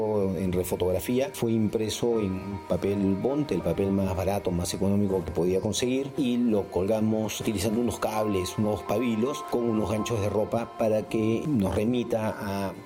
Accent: Lima, Peru; also born or lived in San Isidro; nací el 21 de diciembre de 1972 en Lima. Mi infancia la pasé en San Isidro hasta finales de los 80, que fue cuando me mudé a La Molina.

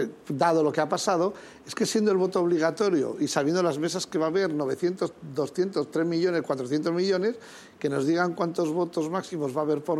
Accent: Basque Country, Spain; ¿A quién no le puede gustar, siendo vasco, que nacimos para comer?

